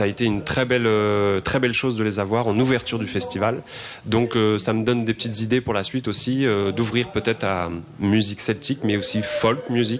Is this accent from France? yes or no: yes; Brittany, France; moi, je suis originaire de Bretagne.